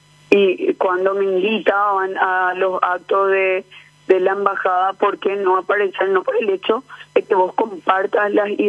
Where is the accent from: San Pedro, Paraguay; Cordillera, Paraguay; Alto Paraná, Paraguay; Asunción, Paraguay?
Alto Paraná, Paraguay; Ciudad del Este; moved away; yo soy de Ciudad del Este, hija de padres separados